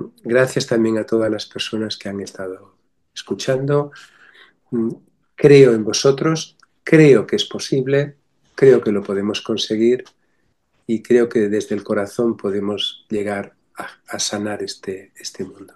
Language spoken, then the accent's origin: Spanish; Extremadura, Spain; Soy extremeño profundo, pero no se nota.